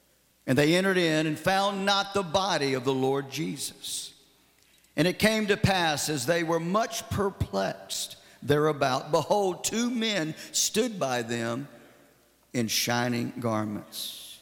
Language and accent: English; United States